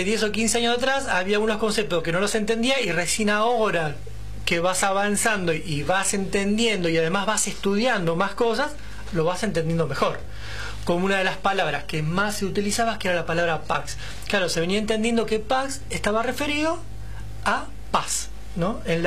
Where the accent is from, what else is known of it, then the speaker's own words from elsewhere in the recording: Quilmes, Buenos Aires Province, Argentina; soy de Quilmes